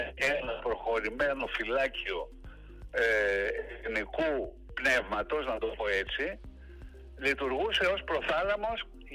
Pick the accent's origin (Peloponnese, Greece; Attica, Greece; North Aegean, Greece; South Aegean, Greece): Attica, Greece; Athens; Δεν μπορώ να έχω άποψη παρά μόνο ως αθηναίος πολίτης.